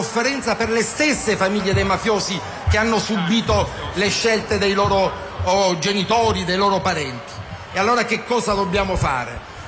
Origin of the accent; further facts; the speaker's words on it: Mazara del Vallo, Sicily, Italy; io vengo da Mazara